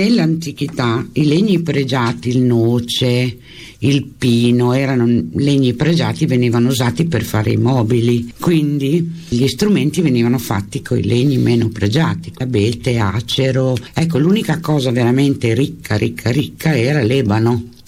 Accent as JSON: {"language": "Italian", "town": "Bologna", "region": "Emilia-Romagna", "country": "Italy", "said": "sono Emiliana, vengo da Bologna e lì ho studiato."}